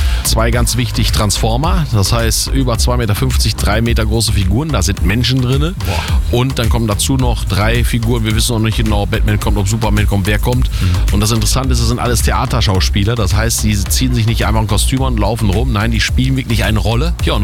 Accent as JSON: {"language": "German", "town": "Osnabrück", "region": "Lower Saxony", "country": "Germany", "tie": "born or raised there", "said": "Das war auch mein Wunsch, hier in Osnabrück das zu machen."}